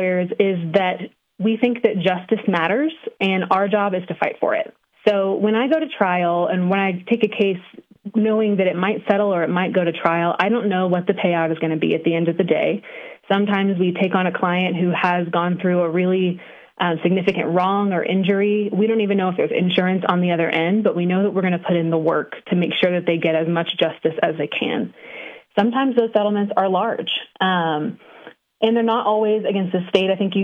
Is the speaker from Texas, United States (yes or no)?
yes; Texas, United States; now in New Mexico, United States; I'm from Texas originally, and I am a transplant.